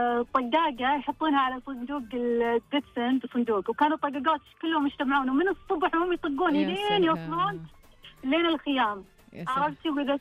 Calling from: Eastern Province, Saudi Arabia; أنا كلمك الشرقية.

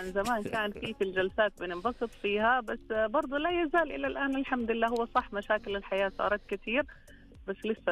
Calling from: Jeddah, Makkah Province, Saudi Arabia; من جدة أنا في السيارة

